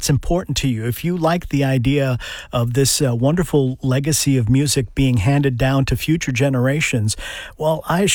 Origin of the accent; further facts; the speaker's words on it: New York City, New York, United States; when I was growing up in the South Bronx